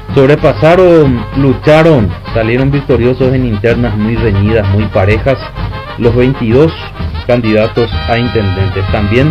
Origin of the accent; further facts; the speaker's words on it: Paraguay; Buenas tardes, muchas felicidades como paraguayo, como colorados